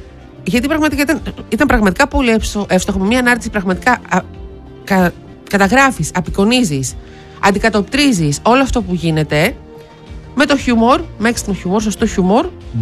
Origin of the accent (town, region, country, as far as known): Greece